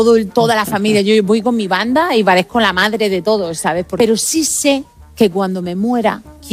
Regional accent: Murcia, Region of Murcia, Spain; Ahora salgo de Murcia y, no sé, me convierto como en castellana, ¿sabes?

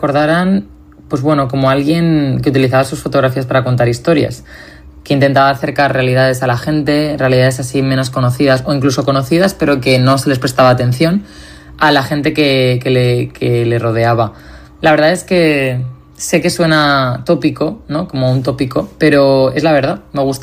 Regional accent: Valencian Community, Spain

